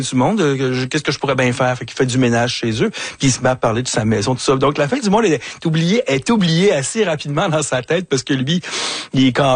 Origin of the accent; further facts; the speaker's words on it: Montreal, Quebec, Canada; Je suis un vrai Montréalais né ici. J'ai jamais traversé les ponts, mais presque, tu sais. Je suis toujours sur l'île.